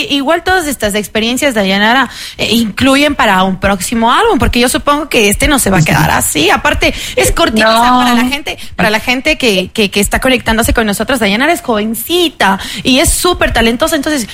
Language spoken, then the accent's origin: Spanish; Ecuador; nosotros, en general, como ecuatorianos